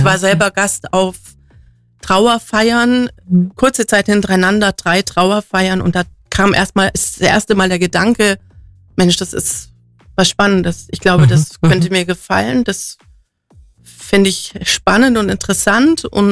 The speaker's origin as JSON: {"language": "German", "town": "Dietmannsried", "region": "Bavaria", "country": "Germany", "tie": "born or raised there", "also_born_or_lived": "Kempten", "said": "Ich bin eine Allgäuerin, ja. Bin in Kempten geboren und bin in Dietmannsried aufgewachsen und lebe heute auch in Dietmannsried."}